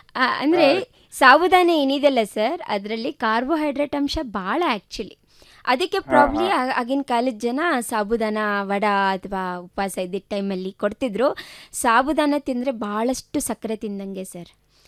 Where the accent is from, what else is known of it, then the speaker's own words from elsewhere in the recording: Karnataka, India; ನಾವು ಈ ಕಡೆ ಹುಬ್ಳಿ ಧಾರವಾಡ ಮಂದಿ